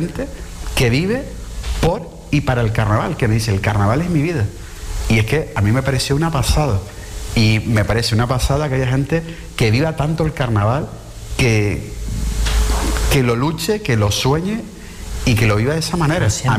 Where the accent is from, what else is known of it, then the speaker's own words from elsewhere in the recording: Las Palmas de Gran Canaria, Canary Islands, Spain; por servir a la gente de mi ciudad, porque amo Las Palmas de Gran Canaria, soy orgulloso de donde soy.